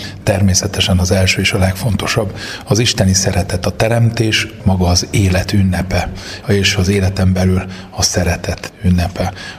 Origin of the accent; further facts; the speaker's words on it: Hungary; nem hiába születtünk magyarnak